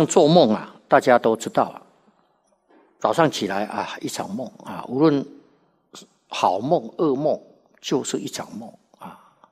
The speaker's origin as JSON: {"language": "Chinese", "country": "China", "said": "我们中国人呐"}